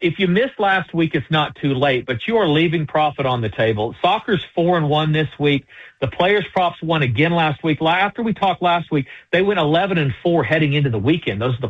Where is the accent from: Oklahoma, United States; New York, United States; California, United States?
Oklahoma, United States; I'm from Oklahoma.